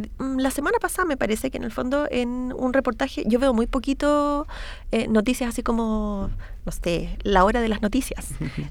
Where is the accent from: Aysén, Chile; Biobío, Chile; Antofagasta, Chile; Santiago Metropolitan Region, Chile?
Santiago Metropolitan Region, Chile; Santiago; Yo habito mucho el centro de Santiago. A mí me gusta mucho Santiago. Yo soy una santiaguina que le gusta Santiago.